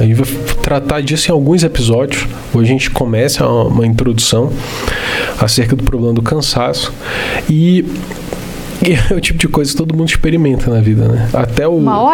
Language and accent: Portuguese; Belém, Pará, Brazil; lá na minha casa, quando eu era garoto, lá em Belém ainda, do Pará, dia de domingo era um dia que comumente a gente tomava açaí, né?